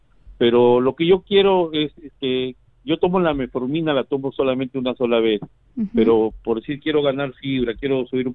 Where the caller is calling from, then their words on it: Chiclayo, Lambayeque, Peru; Le hablo de Chiclayo.